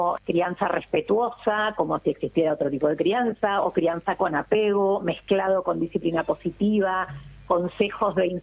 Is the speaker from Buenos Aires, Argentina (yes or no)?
yes; Buenos Aires, Argentina; yo soy de Capital Federal, Buenos Aires, vivo acá en el centro con mi marido